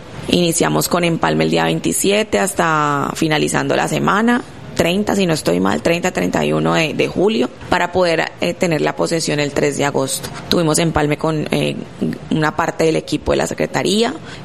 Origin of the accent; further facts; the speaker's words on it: Cali, Valle del Cauca, Colombia; also born or lived in Pasto, Colombia; now in Buenaventura, Colombia; yo soy nacida en Pasto, criada en Cali.